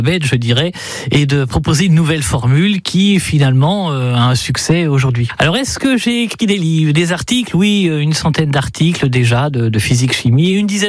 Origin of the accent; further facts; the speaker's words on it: Le Mans, Pays de la Loire, France; born there; j'ai 62 ans, je suis né au Mans